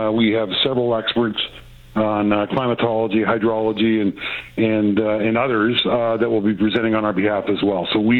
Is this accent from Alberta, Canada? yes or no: no; Ontario, Canada; I mean, I grew up in the Niagara Peninsula. We always, I still call it the fruit belt. There's no other places in all of Canada that you can grow the kind of tender fruit that we grow here.